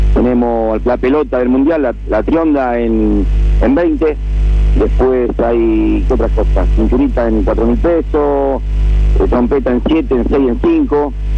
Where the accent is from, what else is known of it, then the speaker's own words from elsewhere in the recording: Casilda, Santa Fe, Argentina; Yo de acá de Casilda.